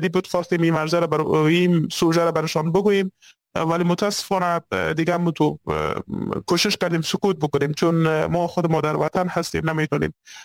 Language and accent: Persian; Afghanistan; born there; چون من خودم یکی از در خانواده های البته افغانی به دنیا آمدیم،